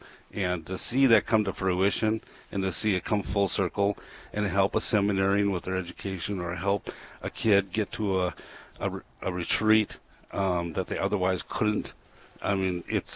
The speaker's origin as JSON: {"language": "English", "town": "Moorhead", "region": "Minnesota", "country": "United States", "tie": "born or raised there", "said": "I grew up in North Moorhead in St. Francis with my home parish"}